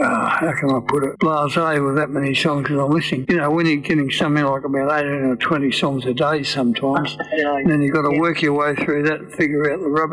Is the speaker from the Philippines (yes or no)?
no; Sydney, New South Wales, Australia; moved away as an adult; now in Canberra, Australia; I was originally brought up as a Sydney boy.